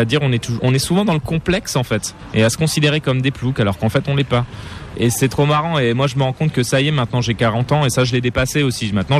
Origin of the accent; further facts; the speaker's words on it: Saint-Dizier, Grand Est, France; je savais que je voulais parler de la ville de Saint-Dizier, de parler de la Haute-Marne, là où j'ai grandi.